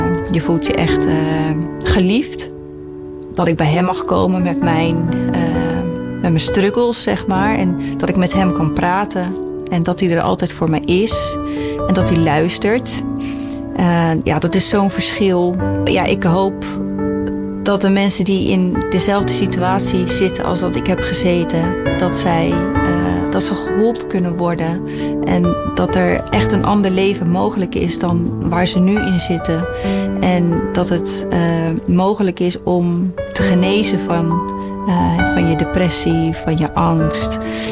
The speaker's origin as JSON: {"language": "Dutch", "town": "Ridderkerk", "region": "South Holland", "country": "Netherlands", "said": "38 jaar en ik kom uit de Ridderkerk."}